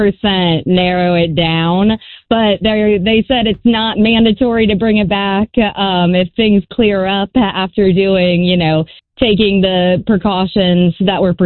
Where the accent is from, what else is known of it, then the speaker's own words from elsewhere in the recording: South Carolina, United States; now in New York City, United States; I'm from South Carolina